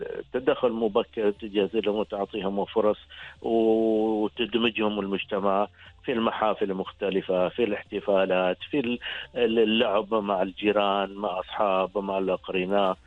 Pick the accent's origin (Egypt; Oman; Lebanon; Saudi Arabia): Oman; عندنا في سلطنة عمان